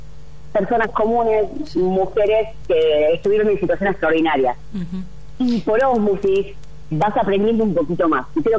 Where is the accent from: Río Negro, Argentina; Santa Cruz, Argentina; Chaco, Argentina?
Santa Cruz, Argentina; Río Gallegos; born there; porque las Malvinas están en línea recta enfrente de Gallegos, es donde yo nací.